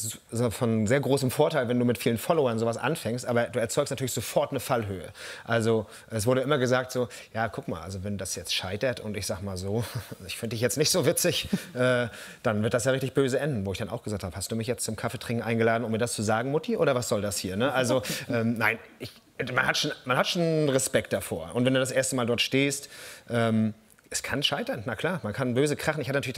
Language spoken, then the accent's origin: German; Mecklenburg-Vorpommern, Germany; Ich glaube tatsächlich, als Mecklenburger ist das verpflichtend, dass man Camper ist.